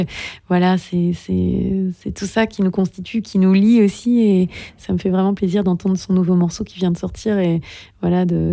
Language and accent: French; Lisieux, Normandy, France; born there; first language French; moi je suis née à Lisieux, hein. C'est pas très oui. exotique, mais mon papa est de Guadeloupe.